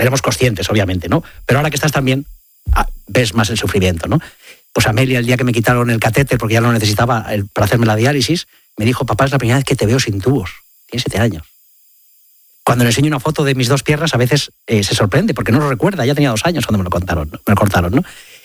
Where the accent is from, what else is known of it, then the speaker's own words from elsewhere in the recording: Madrid, Community of Madrid, Spain; yo soy madrileño